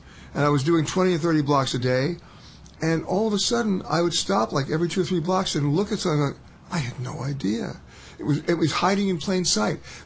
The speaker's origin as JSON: {"language": "English", "region": "New York", "country": "United States", "tie": "born or raised there", "said": "I'm born and raised in New York."}